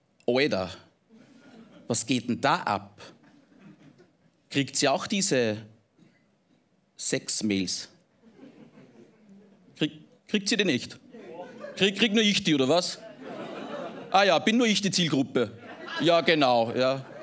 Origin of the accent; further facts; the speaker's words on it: Engerwitzdorf, Upper Austria, Austria; Ja, ja, ich komme aus Oberösterreich, das liegt in Österreich, aus der Region des Mühlviertels. Das Dorf heißt Engerwitzdorf, ist sehr klein, ja, das werden Sie wahrscheinlich nicht kennen.